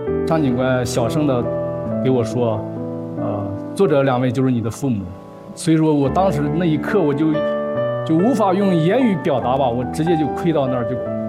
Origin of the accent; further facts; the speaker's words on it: Hebei, China; also born or lived in Sichuan; 像我从小在河北生长了将近40年